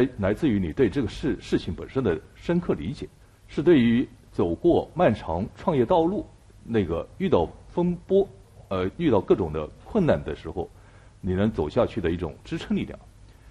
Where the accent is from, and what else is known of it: China